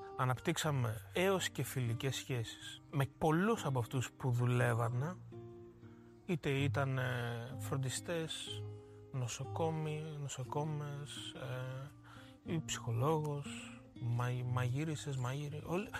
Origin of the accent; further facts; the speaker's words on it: Drama, Eastern Macedonia and Thrace, Greece; Με ρωτήσεις έξω από πού είσαι, εγώ θα πω είμαι Δραμηνός. Λέω ότι είμαι από Δράμα, εκεί μεγάλωσα. Εκεί έγινε αυτός που είμαι.